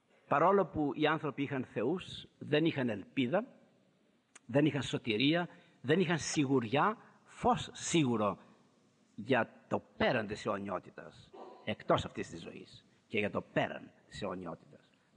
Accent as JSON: {"language": "Greek", "country": "Greece", "tie": "born there", "said": "Το ότι γεννηθήκαμε στην Ελλάδα δεν είναι και αυτό τυχαίο."}